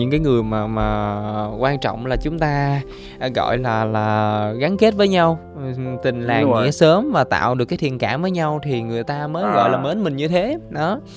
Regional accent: Sa Đéc, Đồng Tháp, Vietnam; nói là ở quê, nhưng mà cũng ở quê em thì cũng ngay thành phố rồi, nếu như mà tính trước đó thì cũng ngay thành phố Sa Đéc đó

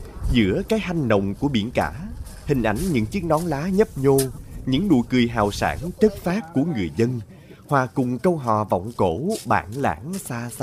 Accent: Mekong Delta, Vietnam; những tháng ngày người miền Tây quê tôi còn chắc chiêu từng bữa cơm

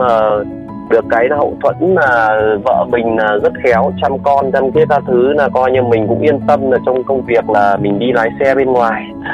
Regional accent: Hanoi, Vietnam; mình đến từ Hà Nội.

